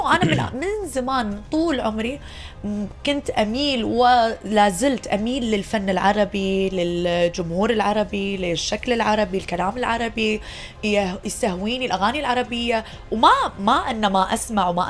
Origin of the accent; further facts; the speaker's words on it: Kuwait; أنا الفنانة اللي ربيت بالكويت ونشأت من الفن الكويتي أو بالفن الكويتي بالبيت هني بالكويت، حبيبتنا إحنا مالتنا. وأنا فنانة يعني لبنانية كويتية